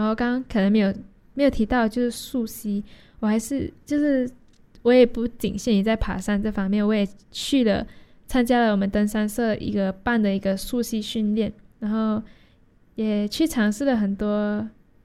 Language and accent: Chinese; Malaysia; 我说："对啊，我来自马来西亚。"